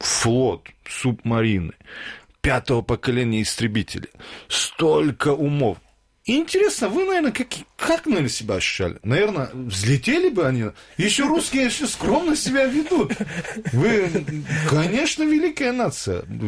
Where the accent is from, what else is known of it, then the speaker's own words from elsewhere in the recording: Dagestan, Russia; Потому что я аварец, русский националист.